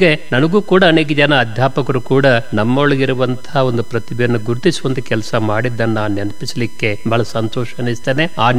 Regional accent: Mutnal, Karnataka, India; ನಮ್ಮೂರು ಬೆಳಗಾವಿ ತಾಲೂಕಿನ ನೀರ್ ಬಹಳ ಹತ್ತಿರ ಇರುವಂತ ಮುತ್ನಾಳ ಅಂತ ಒಂದು ಊರು. ಮುತ್ನಾಳ ಊರನ್ನೇ ಬಹಳ ವಿಶೇಷವಾದಂತಿ ಮಲೆನಾಡಿನ ಸೆರಗು, ಭತ್ತದ ಗದ್ದೆಗಳು ಬಹಳಷ್ಟು. ಸುಮಾರು ಮಳೆ ಅಂತೂ ಮೂರ್ನಾಲ್ಕು ತಿಂಗಳು ಸತತವಾಗಿ ಮಳೆ ಬರ್ತಾ ಇತ್ತು.

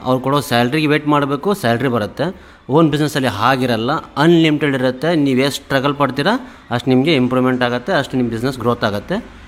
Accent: Hubli, Karnataka, India; now in Shivamogga, India; ನಾವು ಬಂದ್ಬಿಟ್ಟು ಹುಬ್ಳಿಯವರು.

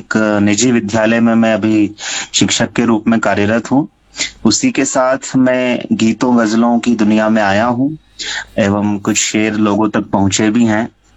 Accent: Biaora, Madhya Pradesh, India; मध्य प्रदेश के राजगढ़ जिले के ब्यावरा से ताल्लुक रखता हूँ

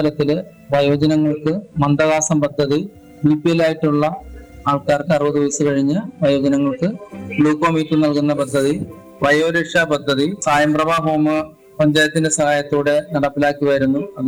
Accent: Thiruvananthapuram district, Kerala, India; എന്റെ സ്വദേശം തിരുവനന്തപുരം ജില്ലയാണ്, അല്ലമ്പലത്താണ്.

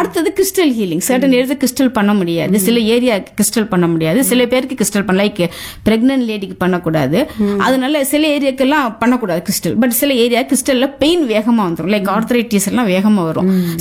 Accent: Tamil Nadu, India; born there; நான் வந்து தமிழ்நாடு பொண்ணு. ஆக்சுவலி தமிழ்நாட்டில் தானே நாங்க பிறந்தோம்.

